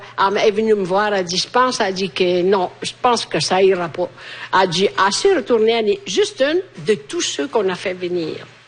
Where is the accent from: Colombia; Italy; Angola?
Italy; Chez nous, en Italie, il fait chaud.